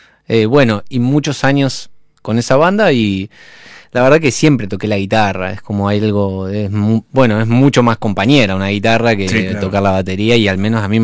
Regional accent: Don Torcuato, Buenos Aires Province, Argentina; moved away as an adult; Hasta hace unos años que me mudé, pero viví toda mi vida en Don Torcuato.

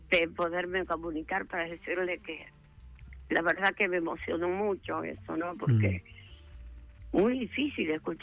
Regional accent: Villa Lugano, Buenos Aires, Argentina

